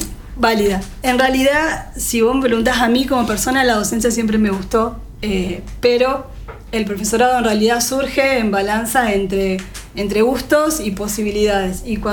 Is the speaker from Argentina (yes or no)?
yes; Concepción del Uruguay, Entre Ríos, Argentina; born there; moved away as an adult; now in Corrientes, Argentina; yo no soy de Corrientes, nací en la provincia de Entre Ríos, en Concepción del Uruguay, y ahí yo empecé a estudiar un profesorado en biología.